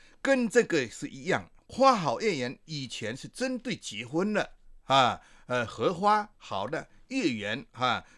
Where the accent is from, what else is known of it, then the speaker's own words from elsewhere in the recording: Fujian, China; 在我们闽南传统